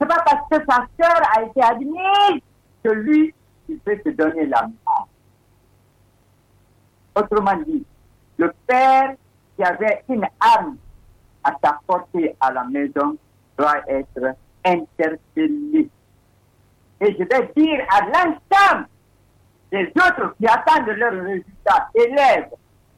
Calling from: Lola, Nzérékoré Region, Guinea; surtout chez moi à Lola là-bas

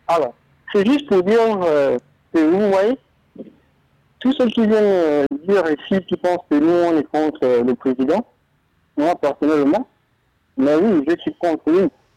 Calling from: Gabon; Moi, je suis un Gabonais

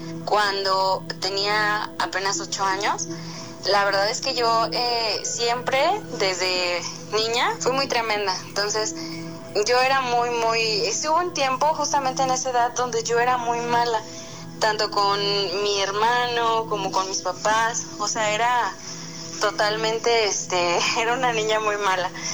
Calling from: Querétaro, Mexico; soy del estado de Querétaro.

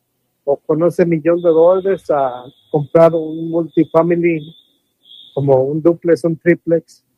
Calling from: Los Angeles, California, United States; de Los Ángeles, California.

